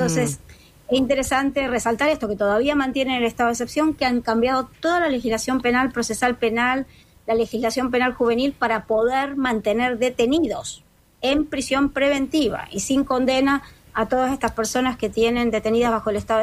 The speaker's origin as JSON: {"language": "Spanish", "country": "Argentina", "tie": "born or raised there", "said": "yo soy argentina y yo me crié en la dictadura argentina"}